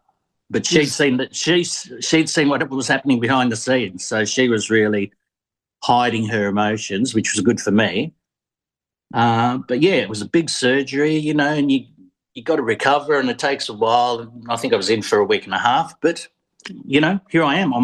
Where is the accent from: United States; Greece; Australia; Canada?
Australia; Richmond, Victoria; also born or lived in East Doncaster; well, I grew up in Richmond, which was very Greek at the time, and I went to Richmond High School, and there was probably 90% Greeks there.